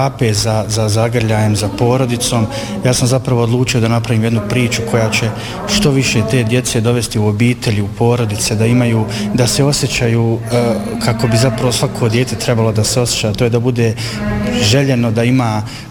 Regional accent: Federation of Bosnia and Herzegovina, Bosnia & Herzegovina; born there; ja rođen u jednom malom selu kod Gornjeg Vakufa u podnožju planine Vranice i rođen sam u Ikavici

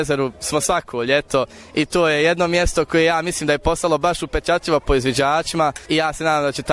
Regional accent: Zenica, Federation of Bosnia and Herzegovina, Bosnia & Herzegovina; Ja dolazim iz Zenice.

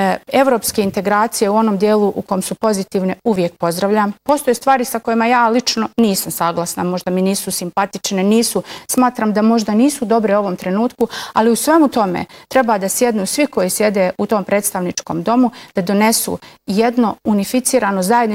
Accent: Republika Srpska, Bosnia & Herzegovina; Ja sam ponosna Srpkinja i nikada se toga neću odreći. Dolazim iz svoje Republike Srpske.

